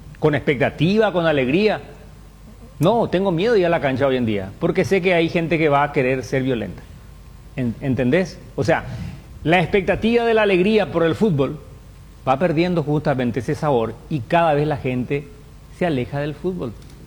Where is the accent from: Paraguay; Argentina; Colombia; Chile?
Paraguay; Como paraguayo te puedo decir